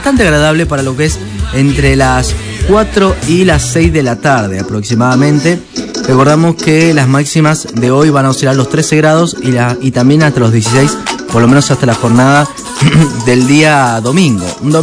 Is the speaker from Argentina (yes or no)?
yes; Argentina; nosotros lo queremos disfrutar como argentinos